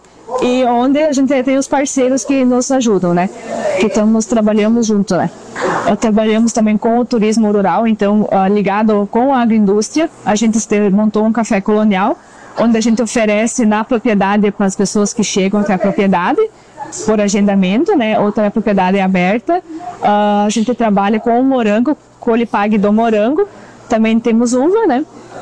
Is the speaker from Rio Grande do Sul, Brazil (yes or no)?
yes; Frederico Westphalen, Rio Grande do Sul, Brazil; Somos aqui de Frederico Westphalen, do interior, da linha Santos Anjos.